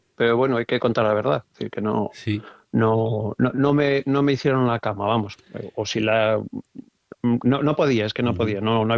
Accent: Lugo, Galicia, Spain; Soy de Lugo y vivo en Lugo. Voy a cumplir 50 años.

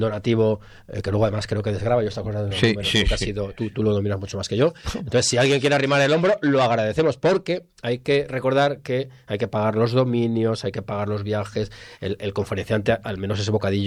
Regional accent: Cuenca, Castilla-La Mancha, Spain; yo soy de Cuenca

